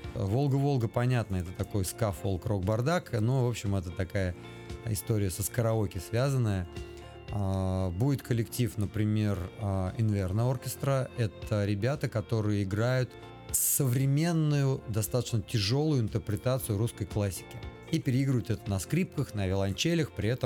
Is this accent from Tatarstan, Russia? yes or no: yes; Chistopol, Tatarstan, Russia; born there; moved away; also born or lived in Kazan; сам я родом из города Чистополь, потом когда-то вместе с родителями переехал в Казань, и вот в Казани уже состоялся как музыкант.